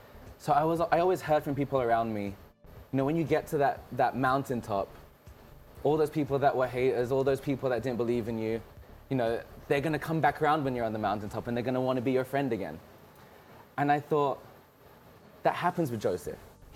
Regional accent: London, United Kingdom; also born or lived in United States; I grew up in London, then I lived in the US for a while, and now I'm here.

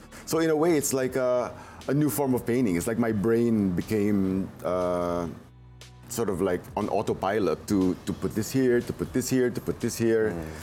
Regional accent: Davao, Davao Region, Philippines; And then you know, like someone from Davao, because we're from Davao, he had an art gallery

